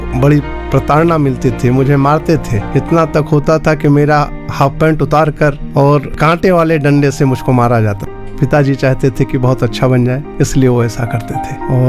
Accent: Gonda, Uttar Pradesh, India; born there; मेरी पैदाइश गोंडा की ही है

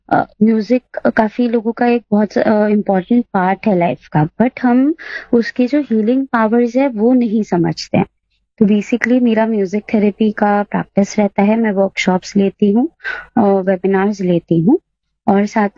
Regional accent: Navi Mumbai, Maharashtra, India; Basically मैं मुंबई से हूँ, मुंबई के पास में नवी मुंबई करके एक एरिया है वहां से हूँ।

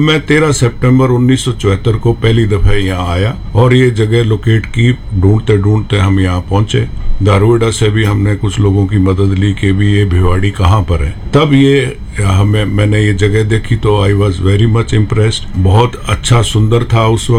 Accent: Rajasthan, India; हम राजस्थान के रहने वाले हैं, इसलिए हमें ये था कि भी राजस्थान में इंडस्ट्री लगाएंगे

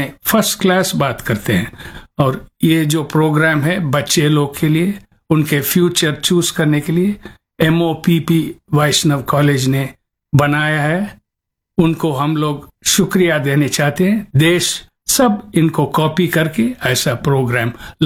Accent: Chennai, Tamil Nadu, India; I was born in India in an army home. Madras is my hometown, which is present-day Chennai.

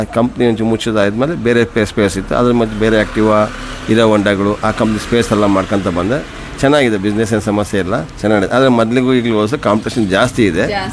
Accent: Shivamogga, Karnataka, India; ನಾವು ಹುಟ್ಟಿದ್ದಿಲ್ಲ ಶಿವಮೊಗ್ಗದಲ್ಲೇ, ಇಲ್ಲ ದುರ್ಗಿಗುಡಿಯಲ್ಲಿ. ನಾನು ಹೈಸ್ಕೂಲು, ಮಿಡ್ಲ್ ಸ್ಕೂಲ್ ಎಲ್ಲ ಶಿವಮೊಗ್ಗ ನ್ಯಾಷನಲ್ ಸ್ಕೂಲಲ್ಲಿ ಓದಿದ್ದು. ನಾನು ಡಿಪ್ಲೊಮಾ ಮಾಡಿದ್ದು ದಾವಣಗೆರೆ ಬಾಪೂಜಿಯಲ್ಲಿ. 96 ಔಟ್ಬಿಟ್ಟು 97 ಶಿವಮೊಗ್ಗದಲ್ಲಿ ಆಟೋಮೊಬೈಲ್ಸ್ ಮಾಡಿದೆ. ಈ 28 ಇಯರ್ಸ್ ಇಲ್ಲಿ ಆಟೋಮೊಬೈಲ್ಸ್ ಅಲ್ಲೇ ಫೀಲ್ಡಲ್ಲಿ ಇದ್ದೀನಿ.

